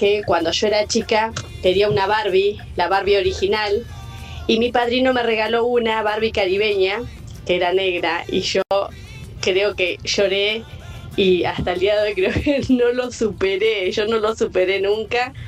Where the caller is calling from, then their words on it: Cipolletti, Río Negro, Argentina; Hola Latina … de Cipolletti de Río Negro te habla.